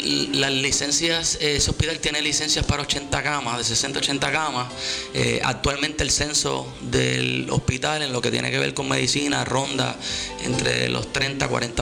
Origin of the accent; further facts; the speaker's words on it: Moca, Puerto Rico; now in Cabo Rojo, Puerto Rico; Yo soy natural de Moca, vivo en Cabo Rojo.